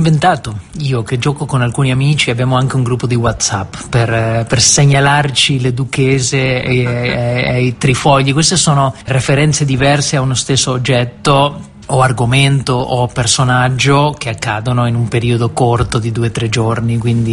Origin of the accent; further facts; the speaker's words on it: Argentina; Italian is a second language; da una parte è molto difficile scrivere in Argentina, o essendo argentino della mia generazione, che io non ho proprio vissuto la dittatura ma sono nato durante la dittatura